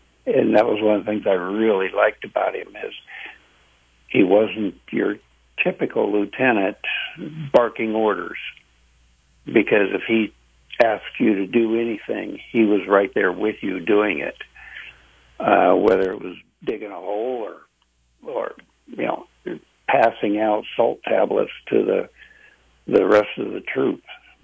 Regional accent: Seward, Alaska, United States; I was born and raised in Alaska. Seward, Alaska is where I was born.

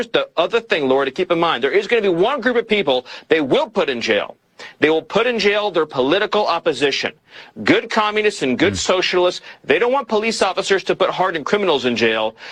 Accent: Los Angeles, California, United States; I grew up in Los Angeles.

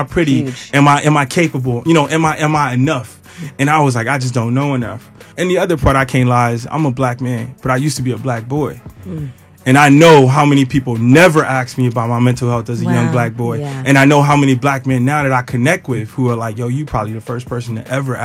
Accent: Lake Charles, Louisiana, United States; I grew up in Lake Charles, Louisiana. My mom was a single mom raising me

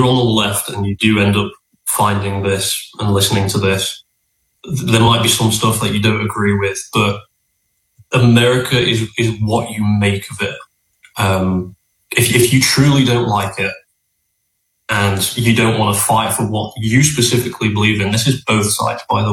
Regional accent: England, United Kingdom; now in United States; becoming a US citizen, because I'm more patriotic to the US and, funnily enough, I'm more patriotic to my home country, is you're not allowed to fly the Union Jack or the England flag

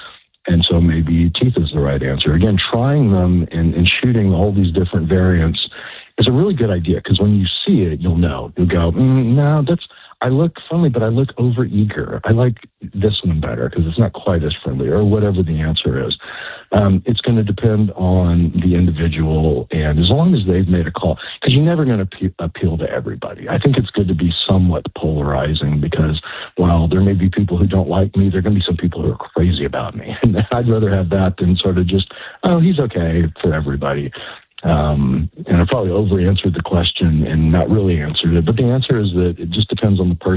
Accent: Texas, United States; I'm from Texas. And I feel like our people are kind of similar, pretty friendly.

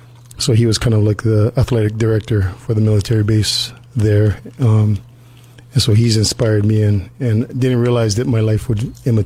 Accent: Colorado Springs, Colorado, United States; also born or lived in Chipley / Hawaii; Well, I was born here at the Big Pink Hospital, Chipler. And within a year's time from being born there, we moved to Colorado Springs. So much of my childhood was in Colorado Springs

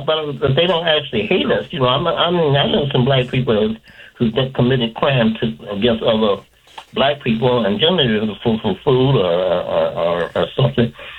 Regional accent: Chicago, Illinois, United States; I'm in Chicago. I was born and raised in Chicago.

